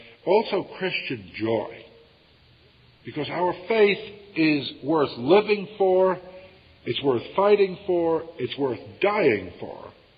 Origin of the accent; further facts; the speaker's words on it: United States; I come from America where we got Texas.